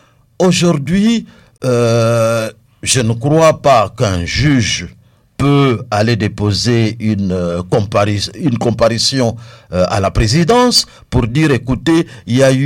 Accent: DR Congo; Nous sommes Congolais

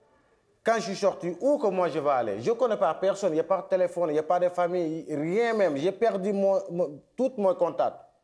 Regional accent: Senegal; French is a second language; moi je suis sénégalais.

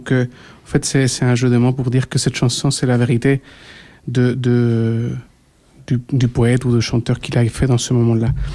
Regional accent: Santiago, Santiago Metropolitan Region, Chile; Et moi-même, je me souviens quand j'ai habité à Santiago, ma ville natale, quand j'entendais cette chanson et je marchais à Santiago, je sentais que le mec, il écrivait sur moi et sur nous à Santiago.

